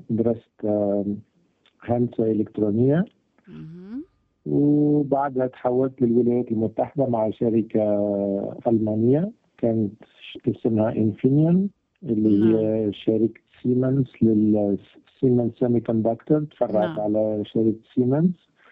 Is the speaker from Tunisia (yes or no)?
yes; Mahdia, Mahdia Governorate, Tunisia; moved away as an adult; also born or lived in Stuttgart, Germany / Heidelberg, Germany / Burlington, Vermont, United States; من مدينة المهدية، مدرسة تونسية، قريت في المهدية ومعهد ثانوي المهدية وقبلها في مدرسة ابن رشد المهدية